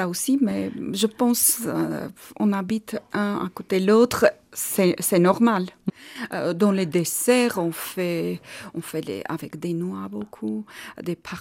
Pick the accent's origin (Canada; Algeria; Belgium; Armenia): Armenia; Yerevan; French is a second language; now in France; au capital. J'ai grandi à Yerevan. J'ai étudié et après j'ai commencé à travailler en urgence.